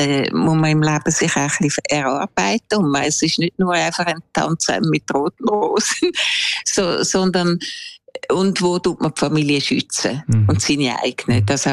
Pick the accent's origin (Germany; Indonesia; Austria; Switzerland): Switzerland; Und beim ersten habe ich so ein bisschen meine Jugend in der Schweiz beschrieben.